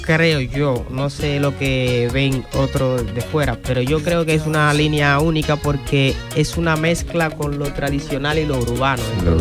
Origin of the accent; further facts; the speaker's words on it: Vicente Noble, Barahona, Dominican Republic; moved away as an adult; now in Community of Madrid, Spain; yo nací en Vicente Noble.